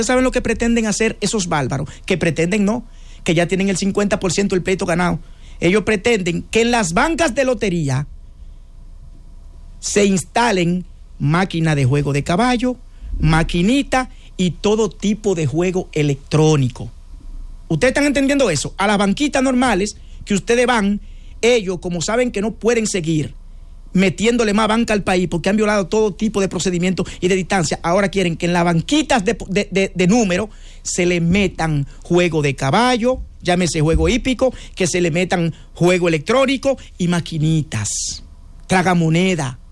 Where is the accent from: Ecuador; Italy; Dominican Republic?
Dominican Republic; Bahoruco; soy sureño, soy de Bauruco